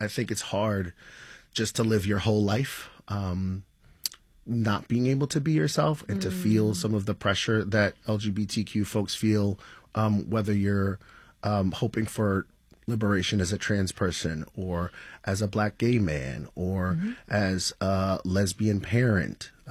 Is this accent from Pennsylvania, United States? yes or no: no; New York, United States; I'm from New York, but I studied Thomas Jefferson a bit